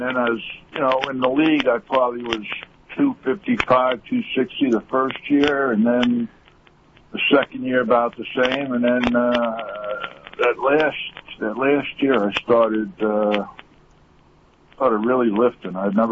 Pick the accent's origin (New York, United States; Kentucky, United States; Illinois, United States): New York, United States; Long Island; the guys that I grew up with on Long Island.